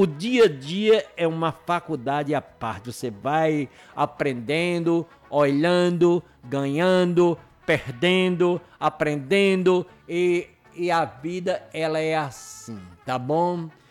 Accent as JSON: {"language": "Portuguese", "country": "Brazil", "said": "sou brasileiro, amo meu país"}